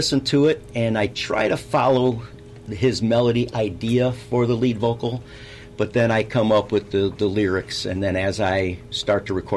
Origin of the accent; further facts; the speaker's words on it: Dolton, Illinois, United States; moved away as an adult; now in Indiana, United States; I grew up in Dalton.